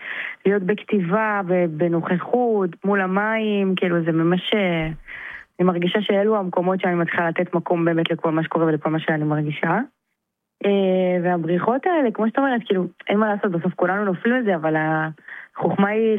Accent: Ashdod, Southern District, Israel; גדלתי באשדוד

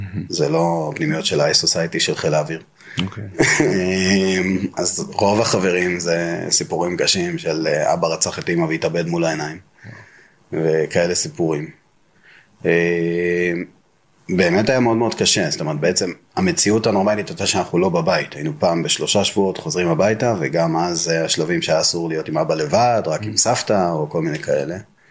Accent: Mazkeret Batya, Central District, Israel; נולדתי במזכרת בתיה למשפחה ספרדית, ממוצעת, מסורתית.

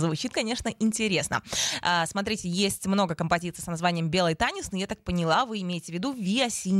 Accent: Kyiv, Ukraine

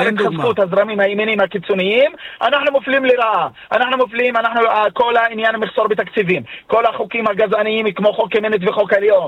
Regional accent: Northern District, Israel; אנחנו כמגזר בדואי בצפון, אני מדבר

